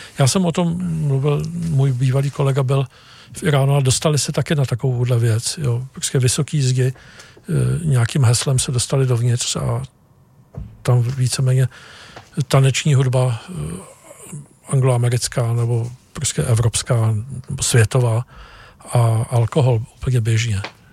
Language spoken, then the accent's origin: Czech; Brno, South Moravian Region, Czechia; born there; Brno budeš... je moje rodné město, takže tam já jezdím.